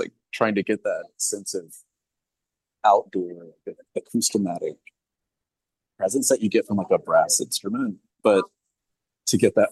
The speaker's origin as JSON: {"language": "English", "town": "Birmingham", "region": "Alabama", "country": "United States", "tie": "born or raised there", "also_born_or_lived": "Florence, Alabama", "moved": "as an adult", "lives_now": "New York, United States", "said": "growing up in Birmingham was I mean, it's home. I spent my entire life there. I didn't leave until I was 23 when I moved to New York. And then briefly, I spent some time in Florence, Alabama for college, which is like maybe 2.5 hour drive away."}